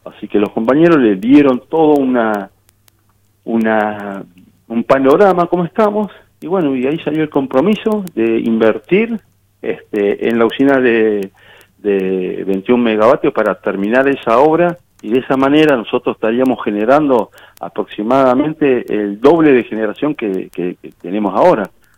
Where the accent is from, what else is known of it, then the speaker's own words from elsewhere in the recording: Santa Cruz, Argentina; los diputados de mi pueblo, de 28, de Río Turbio